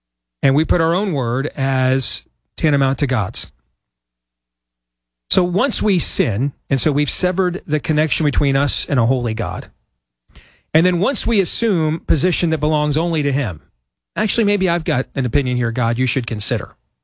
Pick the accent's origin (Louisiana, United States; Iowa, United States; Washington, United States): Iowa, United States; Chris McGonigal from my home state of Iowa is going to join us